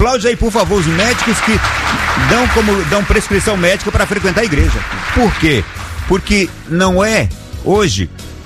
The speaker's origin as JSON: {"language": "Portuguese", "region": "Piauí", "country": "Brazil", "tie": "born there", "said": "O senhor sabe que eu nasci no Sul. Lá no Sul também os homens são respeitosos. Sul do Piauí."}